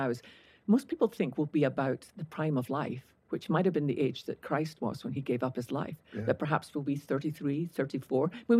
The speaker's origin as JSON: {"language": "English", "region": "Scotland", "country": "United Kingdom", "tie": "born or raised there"}